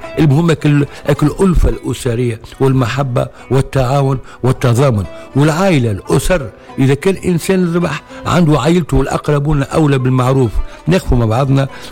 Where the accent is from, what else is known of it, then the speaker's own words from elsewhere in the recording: Tunisia; وربي يحفظ بلادنا تونس الحبيبة الغالية